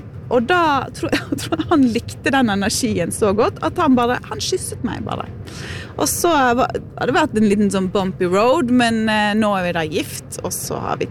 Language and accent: Norwegian; Bergen, Vestland, Norway; dialekter, og så har jeg sosiolekt, så sier jeg ei, og ja, så mange som tror at det er fra Sunnmøre, men jeg er en bergenser.